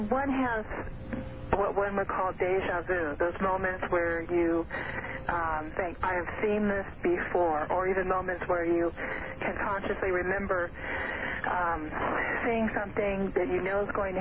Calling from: Monterey, California, United States; from Monterey, California.

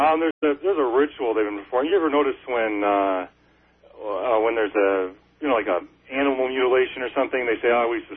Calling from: Big Rapids, Michigan, United States; Long-time listener, first-time caller from Big Rapids, Michigan.

